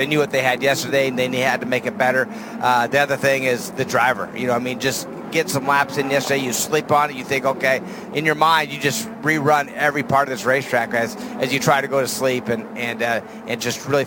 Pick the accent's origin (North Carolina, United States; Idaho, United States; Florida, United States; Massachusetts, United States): Idaho, United States; I'm from Idaho, man.